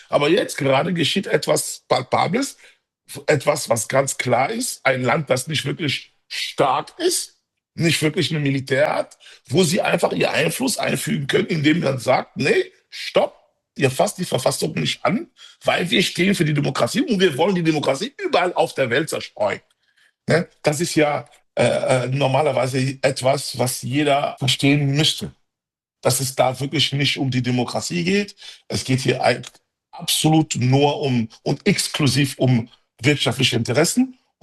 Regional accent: Germany; ich bin als Kongolese hier in Deutschland so groß geworden.

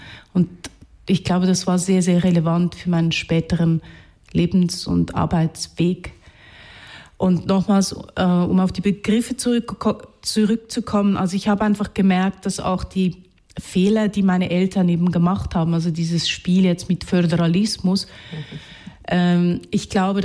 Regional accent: Zurich, Switzerland; born there; accent: Zürichdeutsch; first language Hungarian; German is a second language; ich habe zuerst Ungarisch gesprochen, dann habe ich das Ungarische nicht mehr brauchen können außerhalb der Familie. Dann habe ich Zürichdeutsch gelernt

